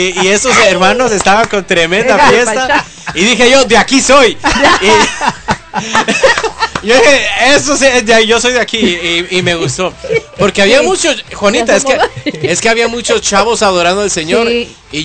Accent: Guatemala; moved away; uno se acuerda cuando uno estaba en su país, cuando estaba chiquitito, yo estaba en la escuela, hacíamos los lunes cívico y usábamos siempre la bandera, ¿verdad?, de Guatemala

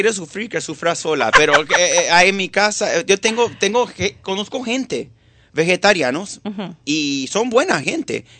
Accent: Venezuela; moved away; soy venezolano, mi esposa mexicana.

